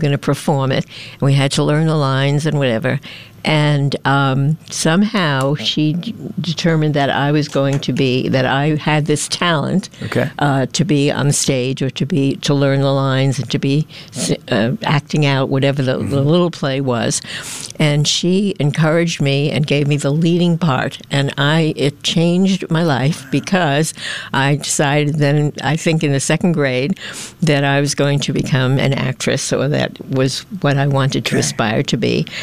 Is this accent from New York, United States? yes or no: yes; New York City, New York, United States; I was living in Manhattan, but in New York City. I grew up in New York City, but it was a small town way.